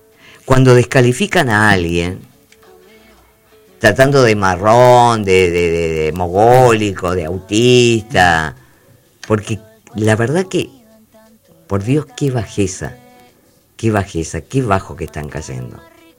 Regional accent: Argentina; nosotros como argentinos y argentinas

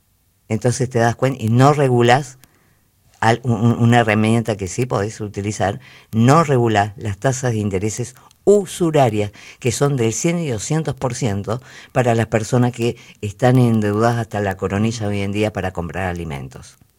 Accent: Argentina; Los que molestamos somos los argentinos.

